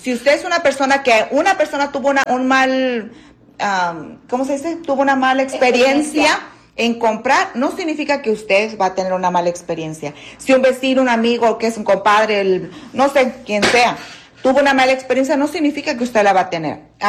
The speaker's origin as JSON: {"language": "Spanish", "region": "Michoacán", "country": "Mexico", "said": "No, soy de Michoacán."}